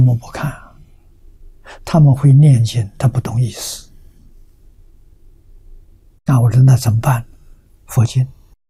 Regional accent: Lujiang, Anhui, China; 我家乡在庐江

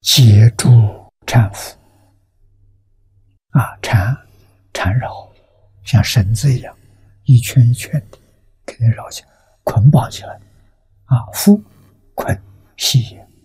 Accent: China; 我们中国人

